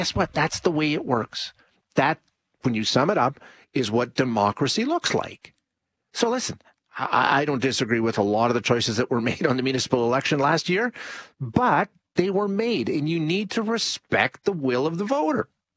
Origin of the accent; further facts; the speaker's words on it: Edmonton, Alberta, Canada; also born or lived in Calgary; I lived in Calgary for a few years when I was, in the early days of my career. But I grew up in Edmonton Gold Bar. I live in Edmonton Gold Bar now.